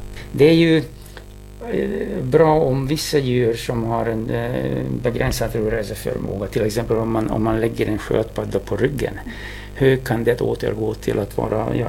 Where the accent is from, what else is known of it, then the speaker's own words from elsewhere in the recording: Hungary; Swedish is a second language; moved away; Ja, jag som en ungrare kan inte dölja min patriotism